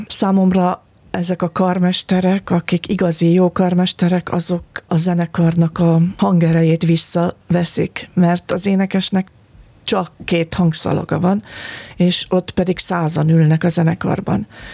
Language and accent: Hungarian; Győr-Moson-Sopron, Hungary; ott nőttem föl, sokszor voltam ott nála, Jancsi faluban, Győr Jancsi faluban